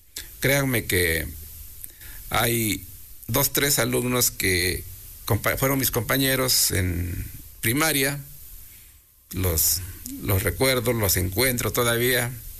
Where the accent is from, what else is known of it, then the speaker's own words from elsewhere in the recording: Izúcar de Matamoros, Puebla, Mexico; también traen muchos recuerdos maravillosos para los que somos de aquí de Izúcar